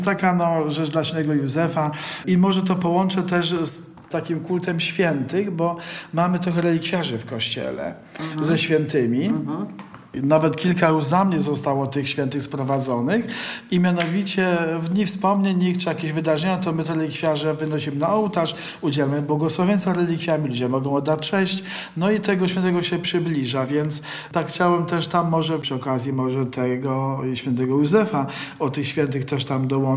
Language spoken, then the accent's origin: Polish; Tarnów, Lesser Poland, Poland; bo akurat pochodzę z Tarnowa, z parafii katedralnej.